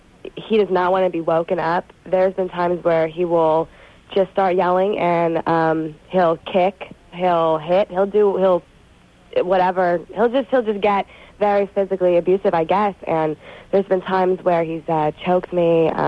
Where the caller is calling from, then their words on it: San Francisco, California, United States; I'm in San Francisco.